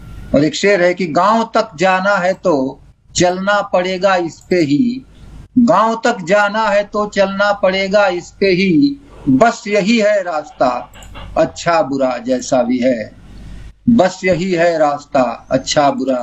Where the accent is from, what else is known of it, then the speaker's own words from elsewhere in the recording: Ballia, Uttar Pradesh, India; born there; now in Greater Noida, India; मेरा जन्म स्थान उत्तर प्रदेश का एक पूर्वी क्षेत्र में एक जिला है बलिया